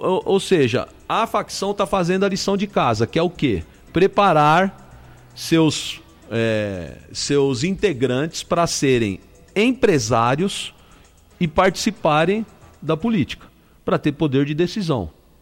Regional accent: Americana, São Paulo, Brazil; Eu nem nasci, fui criado em Americana

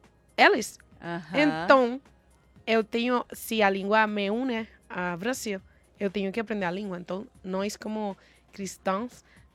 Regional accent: Puerto Rico; Portuguese is a second language; moved away; sou porto-riquenha

